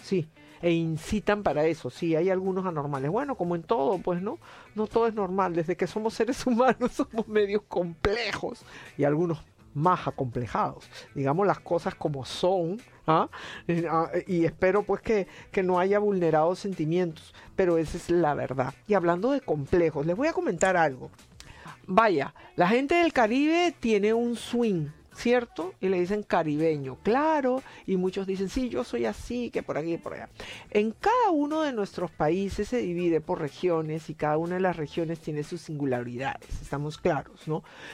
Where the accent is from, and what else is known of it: Peru; moved away